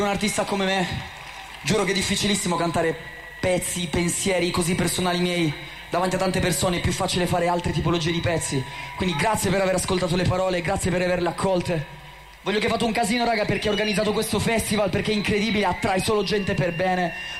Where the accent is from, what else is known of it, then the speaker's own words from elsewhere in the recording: Turin, Piedmont, Italy; Io sono di Torino